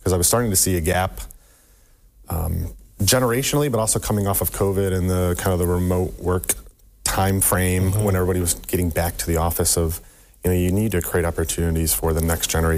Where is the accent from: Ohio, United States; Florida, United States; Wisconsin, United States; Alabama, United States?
Ohio, United States; Bellevue; moved away as an adult; also born or lived in Huntington, West Virginia; now in Toledo, United States; So from is Bellevue, Ohio, okay. Is that answer. Was actually born in West Virginia, and my family moved quite a bit when I was younger. Huntington, West Virginia.